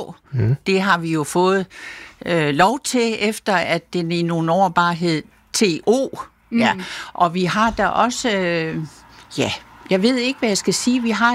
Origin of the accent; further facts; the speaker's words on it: Funen, Region of Southern Denmark, Denmark; now in Tørring, Denmark; Ja, nu er jeg jo ikke oprindelig jyde. Jeg kommer fra Fyn